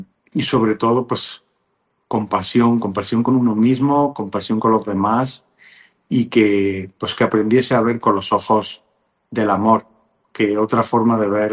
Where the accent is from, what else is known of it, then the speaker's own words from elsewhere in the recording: Spain; now in Mexico; pues desde aquí, desde México, aunque soy de España, pero resido aquí en México